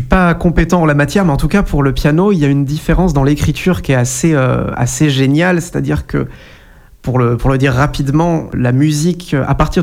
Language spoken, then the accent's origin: French; Martinique, France; Parce que j'ai grandi en Martinique